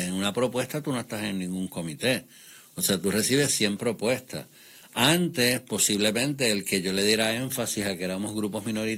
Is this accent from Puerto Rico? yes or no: yes; Puerto Rico; somos puertorriqueños, a que somos hispanos, a que somos minoría